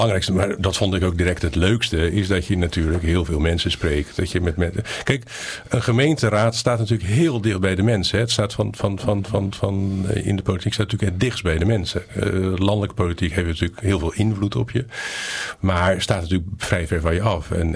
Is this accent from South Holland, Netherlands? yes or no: yes; Bodegraven, South Holland, Netherlands; Ik kom uit Bodegraven.